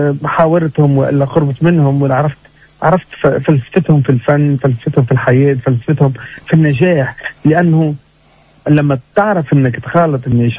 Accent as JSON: {"language": "Arabic", "town": "Ras Jebel", "region": "Bizerte Governorate", "country": "Tunisia", "tie": "born or raised there", "said": "أول إجازة يعني في رأس جبل مدينتي."}